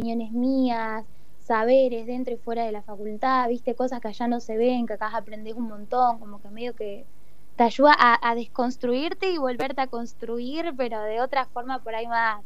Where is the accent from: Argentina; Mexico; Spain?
Argentina; Santa Rosa, La Pampa; moved away as an adult; now in La Plata, Argentina; yo amo a mi querida Pampa, amo a Santa Rosa. Es todo para mí, siempre que vuelvo es un reencuentro con mi tierra, con mi hogar, mi casa, mi familia.